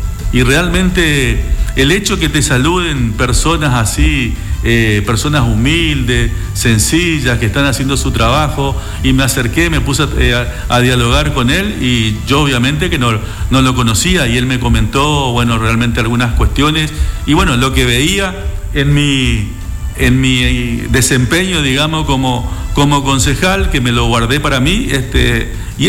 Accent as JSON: {"language": "Spanish", "town": "Resistencia", "region": "Chaco", "country": "Argentina", "said": "soy del Chaco, de la ciudad de Resistencia"}